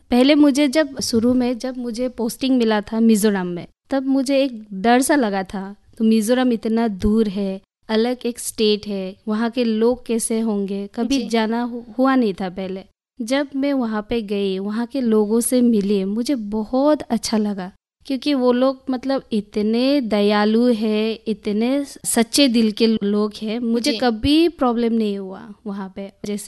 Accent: Diphu, Assam, India; moved away as an adult; also born or lived in Moran, Dibrugarh district / Mizoram; now in Haflong, India; मैं बेसिकली मैं डिफू से हूँ, मेरा स्कूलिंग भी डिफू से हुआ है। फिर मेरा शादी मोरान डिब्रूगढ़ डिस्ट्रिक्ट, वहाँ पे मेरा शादी हुआ है।

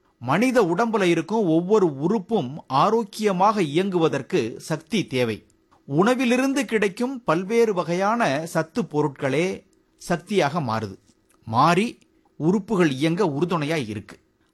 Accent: Tamil Nadu, India; first language Tamil; நம்ம மாநிலம்தான் தமிழ்நாடுன்னு குறிப்பிடப்படுது.

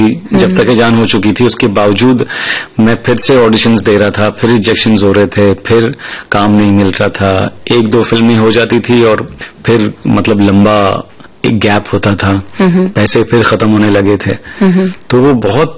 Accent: Mumbai, Maharashtra, India; तो मैंने बोला मैं मुंबई में पला बड़ा हूँ, मराठी बोल लेता

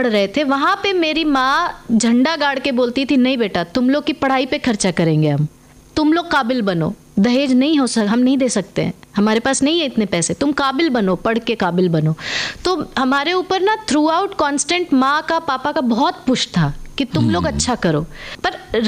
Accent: Bihar, India

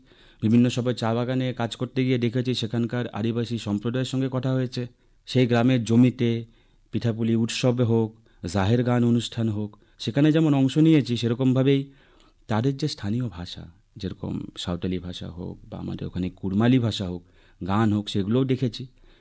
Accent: West Bengal, India; born there; আমি নিজে উত্তরবঙ্গে জন্মেছি। আমাদের উত্তরবঙ্গে প্রচুর জাতি রয়েছে, জনজাতি রয়েছে

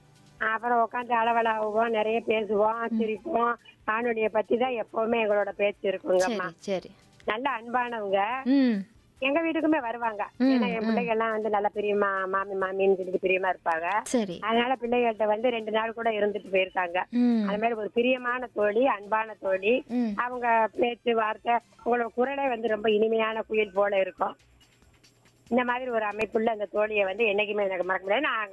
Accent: Ramanathapuram, Tamil Nadu, India; born there; ராம்நாடு, ராம்நாடு நான் பிறந்த ஊர்

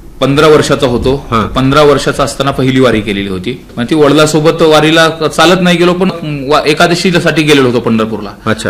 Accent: Ambilwadgaon, Maharashtra, India; माझं गाव आंबिलवडगाव म्हणून आहे, बालाघाटावरती

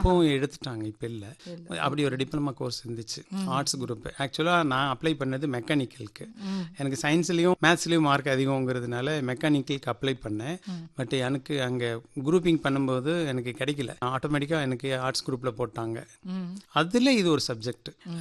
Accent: Nallikundan Palayam, Tamil Nadu, India; என்னோட சொந்த ஊர் வந்து தாலக்கரை நல்லிக்குண்டன் பாளையம் பொள்ளாச்சி வட்டாங்க மேடம். என்னோட படிப்பு எல்லாம் டி காளிப்பாளையம்னு ஒரு வில்லேஜ், அங்க என்னுடைய 10th வரைக்கும் அங்க இருந்தேன்.

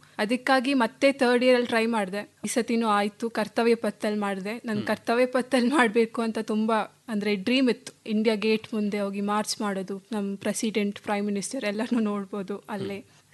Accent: Kodagu, Karnataka, India; moved away as an adult; now in Mysore, India; ಇಲ್ಲಿ ನಂದು ಊರು ಕೊಡಗು, JSS ವುಮೆನ್ಸ್ ಕಾಲೇಜಲ್ಲಿ BSc ಓದ್ತಿದ್ದೀನಿ ಥರ್ಡ್ ಇಯರಲ್ಲಿ.

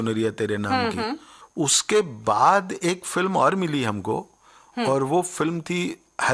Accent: Haryana, India; देखिए, ये मैं हरियाणा का रहने वाला हूँ

